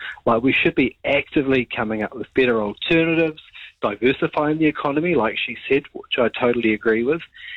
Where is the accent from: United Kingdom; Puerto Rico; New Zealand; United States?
New Zealand; Gisborne; You know, I come from Tairāwhiti, Gisborne. I still remember when Dad lost his job at the freezing works